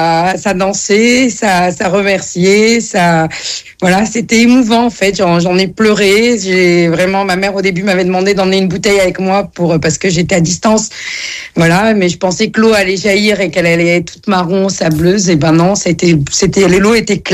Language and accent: French; Djerba, Medenine, Tunisia; moi, je suis originaire de la Tunisie et d'une petite île qui s'appelle Djerba, et on boit l'eau de la pluie.